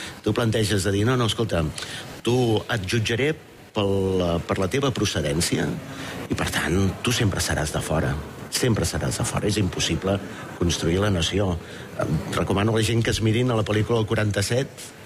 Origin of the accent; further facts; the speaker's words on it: Terrassa, Catalonia, Spain; Com a terrassenc